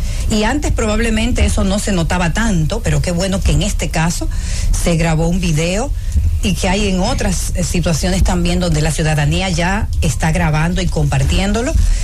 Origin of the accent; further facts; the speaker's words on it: Dominican Republic; Como amiga, como mujer, como, ¿verdad?, como dominicana.